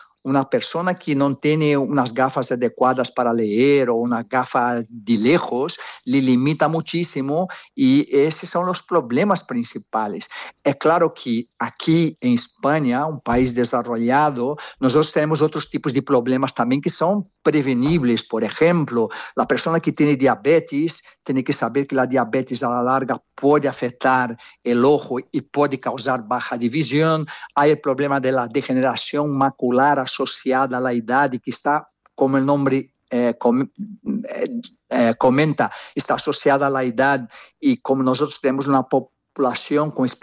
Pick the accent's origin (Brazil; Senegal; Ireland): Brazil; Catalan is a second language; No, soc brasiler. Però mig català.